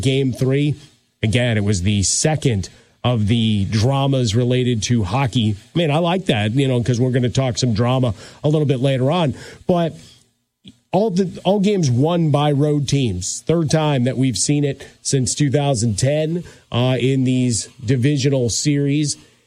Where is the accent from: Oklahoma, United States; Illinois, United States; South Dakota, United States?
Illinois, United States; Chicago; certainly big events related to my hometown of Chicago.